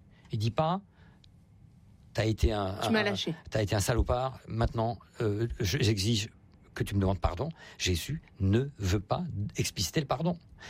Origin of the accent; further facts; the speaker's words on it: Strasbourg, Grand Est, France; bon, je suis strasbourgeois, donc en Alsace, nous avons le seul camp de concentration qui a été construit en France